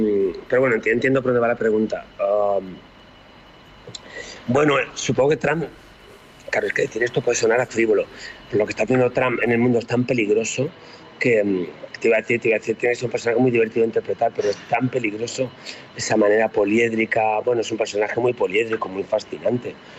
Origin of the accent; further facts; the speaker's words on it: Málaga, Andalusia, Spain; aparte yo que soy de Málaga, pues Málaga era una sede.